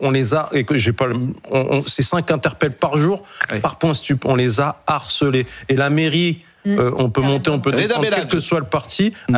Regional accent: Île-de-France, France; moi je viens du Val-de-Marne

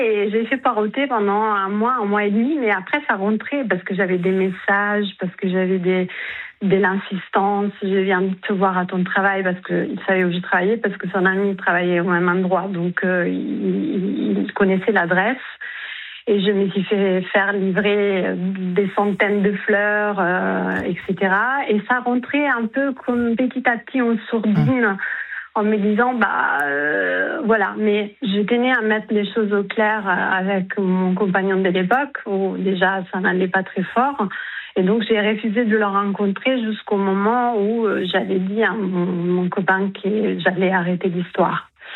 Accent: Italy; accent: Italian; French is a second language

